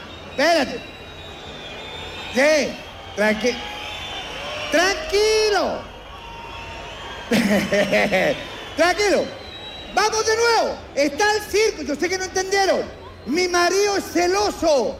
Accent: La Florida, Santiago Metropolitan Region, Chile; Yo soy de yo soy de la Floriguana, o sea, de la Florida. Yo soy de ahí.

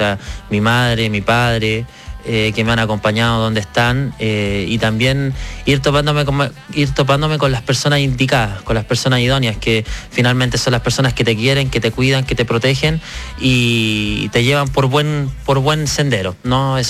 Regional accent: Curacaví, Santiago Metropolitan Region, Chile; Sí, no, soy de Curacaví, así que yo siempre llevo mi bandera. Creo que las personas tienen que saber muy bien de dónde son para saber dónde quieren llegar. Así que yo soy de Curacaví, la tierra de los dulces, de los dulces chilenos y las chichas

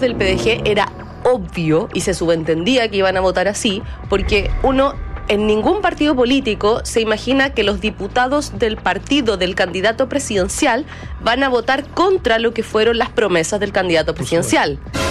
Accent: Antofagasta, Chile; yo soy antofagastina. No, yo nací, crecí, estudié en el norte.

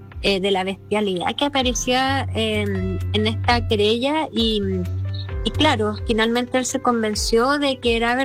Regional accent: Chile

